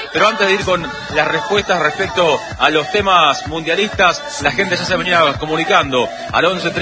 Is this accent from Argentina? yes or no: yes; Argentina; nos distingue mucho a los argentinos que tenemos algún recuerdo. Yo era todavía bastante chico